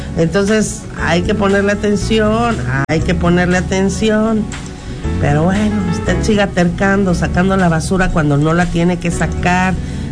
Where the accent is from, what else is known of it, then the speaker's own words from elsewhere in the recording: Mexico; also born or lived in Lindavista, Mexico City, Mexico; lo cochinotes que somos los mexicanos